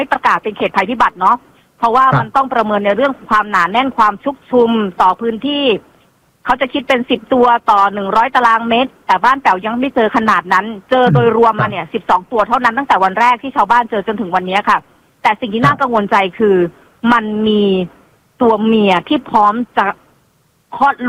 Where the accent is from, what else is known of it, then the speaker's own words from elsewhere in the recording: Kalasin, Thailand; เป็นคนกาฬสินธุ์เนาะเป็นคนกาฬสินธุ์